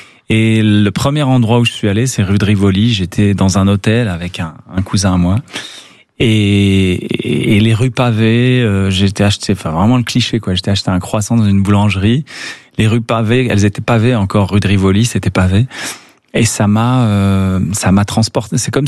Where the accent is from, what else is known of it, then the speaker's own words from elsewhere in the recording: Casablanca, Casablanca-Settat, Morocco; moved away; on a grandi au Maroc, on parlait le français à la maison, on parlait l'arabe dans la rue et avec nos grands-parents qui parlaient pas français.